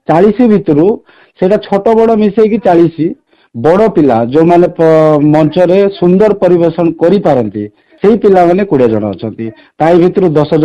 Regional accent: Nabarangpur, Odisha, India; ମୋର ନବରଙ୍ଗପୁର ଘର।

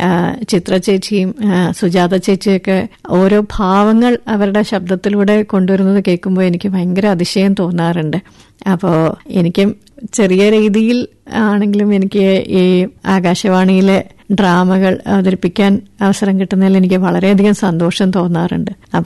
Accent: Thiruvananthapuram, Kerala, India; എന്റെ വീട് തിരുവനന്തപുരത്താണ്. തിരുവനന്തപുരത്ത്.

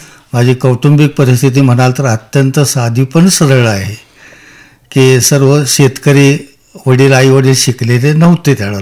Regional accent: Kini, Maharashtra, India; also born or lived in Bhilodi; माझं मूळ गाव किणी आहे

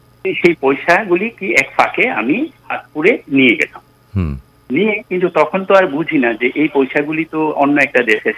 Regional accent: Shibnagar, India; born there; আমি তখন শিবনগর আমরা ভাড়া থাকতাম, আমি ছোট ছিলাম। আমার দাদু পূর্ববঙ্গ থেকে এসেছিল

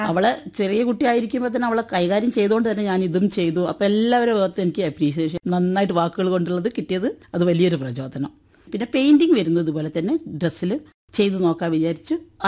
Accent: Kozhikode, Kerala, India; ഞാൻ കോഴിക്കോട്ടുകാരിയാണ്

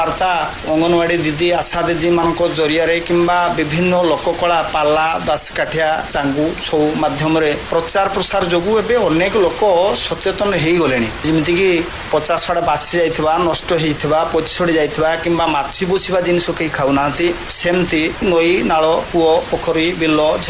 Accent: Digaresia, Odisha, India; ଆମ ଗାଁ ହଉଛି ଦିଗାରେସିଆ, ଗ୍ରାମ ପଞ୍ଚାୟତ ଗୌଡ଼ନା ଏବଂ ବ୍ଲକ ହଉଛି କୁଳିଅଣା।

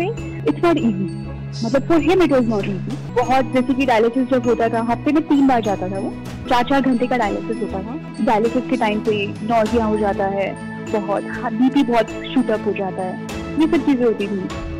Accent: Assam, India; born there; now in Bangalore, India; But मेरे father air force में थे तो मेरा जन्म आसाम में हुआ था और मैं डिफरेंट डिफरेंट स्टेट्स में बड़ी हुई हूँ।

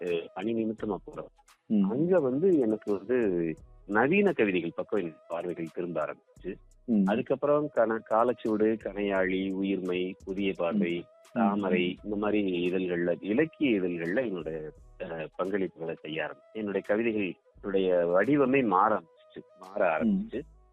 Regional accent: Pudukkottai district, Tamil Nadu, India; moved away as an adult; now in Chennai, India; ஆக்சுவலா நான் வந்து புதுக்கோட்டை தான் எனக்கு மெயின், அதாவது முழுக்க வந்து நான் புதுக்கோட்டை மாவட்டத்துலாம் வந்து நான் வளர்ந்தேன், படிச்சது எல்லாமே அங்கதான்.

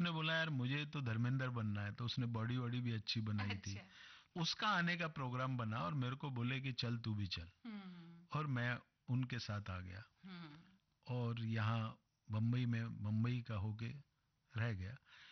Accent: Haryana, India; रहता था पलवल के पास, मेरा गांव है।

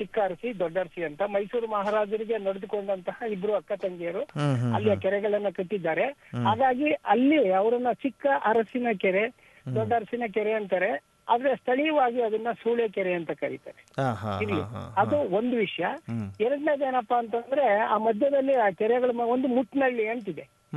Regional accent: Mandya district, Karnataka, India; now in Mysore, India; ನಾನು ಮೂಲತಃ ಮಂಡ್ಯ ಜಿಲ್ಲೆಗೆ ಸೇರಿದವನು, ಆದ್ರೆ ಮೈಸೂರಿನಲ್ಲೇ ಒಂದು 33 ವರ್ಷಗಳಿಂದ ವಾಸ ಇದ್ದೇನೆ. ನಮ್ಮೂರಿನ ಬಳಿ ಮದ್ದೂರು ತಾಲೂಕಿನಲ್ಲಿ ಚಿಕ್ಕ ಅರಸಿನ ಕೆರೆ, ದೊಡ್ಡ ಅರಸಿನ ಕೆರೆ ಅಂತ ಎರಡು ಗ್ರಾಮಗಳು ಉಂಟು.

